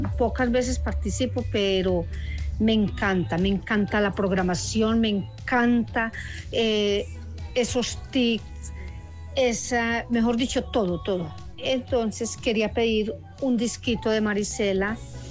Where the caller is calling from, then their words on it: Colombia; de aquí del barrio Bolívar Norte.